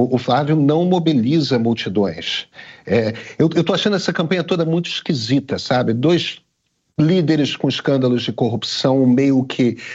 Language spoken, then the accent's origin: Portuguese; Rio de Janeiro, Brazil; E você conhece Copacabana. Eu fui criado em Copacabana.